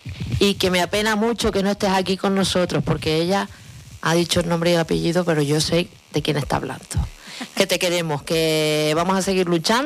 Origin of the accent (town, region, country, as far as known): Canary Islands, Spain